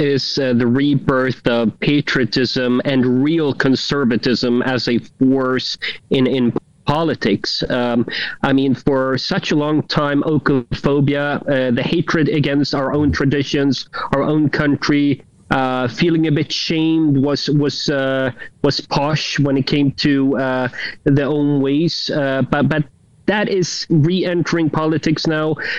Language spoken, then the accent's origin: English; Sweden; Sweden is my home country.